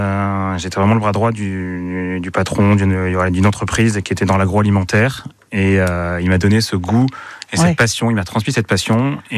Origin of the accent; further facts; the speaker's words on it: Nouvelle-Aquitaine, France; moved away as an adult; also born or lived in Bordeaux / Paris; now in Dordogne, France; je suis né dans le Lot-et-Garonne. Enfin, je suis né à Bordeaux, j'ai grandi dans le Lot-et-Garonne avec des parents qui étaient éleveurs de poulets et de canards. J'ai fait mes études à Paris et malheureusement je suis resté à Paris.